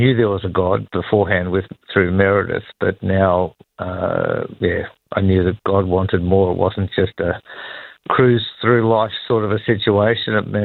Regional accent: Ballarat, Victoria, Australia; moved away as an adult; also born or lived in Benalla / Northern Territory / Queensland; Was born and raised on Wathaurong land, which is the in Ballarat in Victoria. So, was there for the first 21 years of my life, and then a couple of years in Benalla, and then about 40 years in the territory.

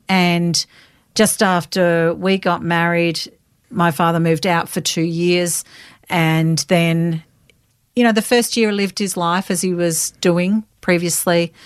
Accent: Melbourne, Victoria, Australia; I was born in Melbourne, in Blackburn, mm-hmm. actually. That's where I've lived.

